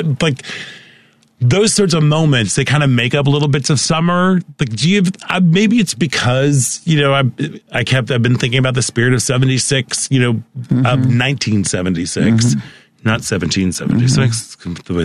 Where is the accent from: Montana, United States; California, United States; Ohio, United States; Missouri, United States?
Missouri, United States; Because I grew up outside of St. Louis